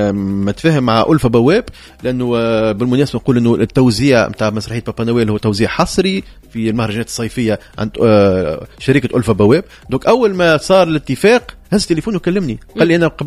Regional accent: Tunisia; وهذا صاير عندنا في تونس الداخل

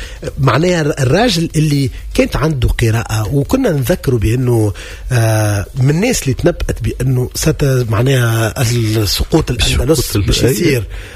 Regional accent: Tunisia; مش شعوبي لا أنا تونسي

